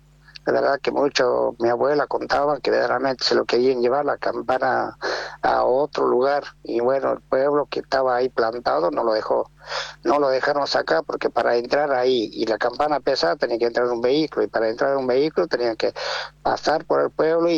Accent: Jujuy, Argentina; also born or lived in Buenos Aires; now in San Salvador de Jujuy, Argentina; Yo me iba, trabajaba cuando vine del departamento de Rinconada, San Salvador de Jujuy. Yo iba a la escuela nocturna. Y ahí aprendí el oficio. Y después que terminé de aprender el oficio, me fui a Buenos Aires con mi oficio

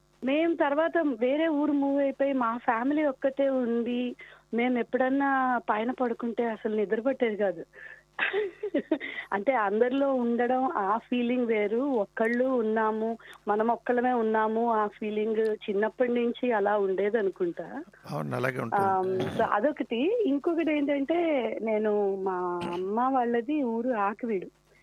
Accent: Vijayawada, Andhra Pradesh, India; born or raised there

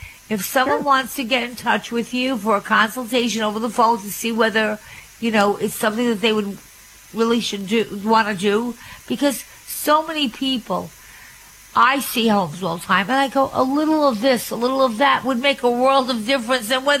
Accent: Long Island, New York, United States; born there; moved away as an adult; I came from Long Island, I started in the city

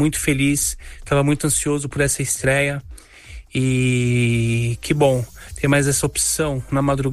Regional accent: São Paulo, Brazil; sou aqui do bairro do Socorro, da Zona Sul de São Paulo.

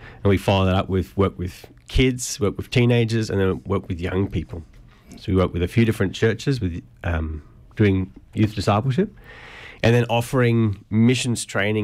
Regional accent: Newcastle, New South Wales, Australia; moved away as an adult; now in Germany; I'm an Aussie. I'm from Newcastle.

